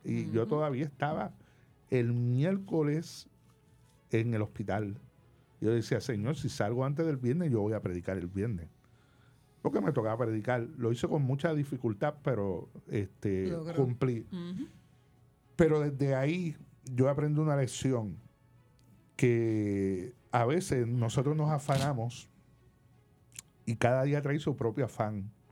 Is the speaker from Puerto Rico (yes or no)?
yes; Carolina, Puerto Rico; yo me crié en Carolina, yo vivía en Carolina, aunque frecuentaba más en Atorrey